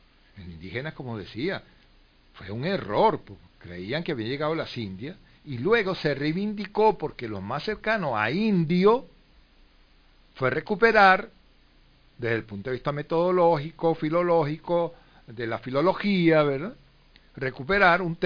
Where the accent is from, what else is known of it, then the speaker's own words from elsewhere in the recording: Venezuela; born there; yo nací en Venezuela